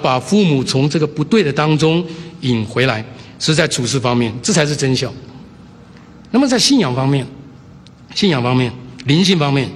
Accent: China; 所以我们中国人里面，孔子说

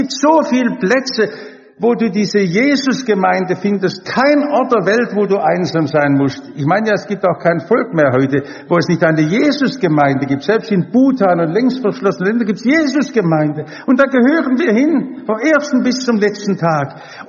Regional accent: Stuttgart, Baden-Württemberg, Germany; Ich komme aus Häslach. In meiner Umgebung sind 80% Ausländer in Gesamthäslach insgesamt, da gibt es auch noch Villenteile, 60% Ausländer.

